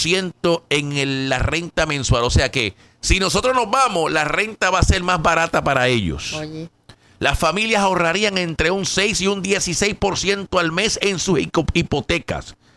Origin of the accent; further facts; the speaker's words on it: Puerto Rico; now in Allentown, United States; mencionar a los puertorriqueños, ajá, pues me imagino que desconoce que nosotros no somos extranjeros. Nosotros somos norteamericanos.